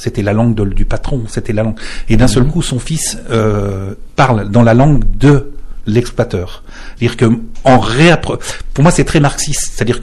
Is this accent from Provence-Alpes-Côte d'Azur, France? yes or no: no; Verdun, Grand Est, France; born there; Il y a aussi une saison sur Verdun, parce que je suis né à Verdun et que ce n'est pas une ville simple.